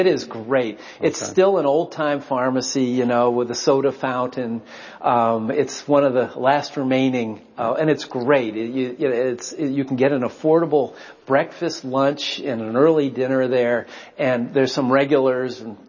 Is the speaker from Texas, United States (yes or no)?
no; Pittsburgh, Pennsylvania, United States; I grew up a sailor in Pittsburgh